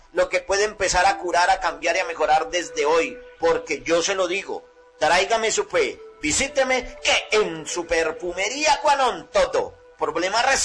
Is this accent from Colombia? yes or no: yes; Pijao, Quindío, Colombia; Soy de aquí de Pijao.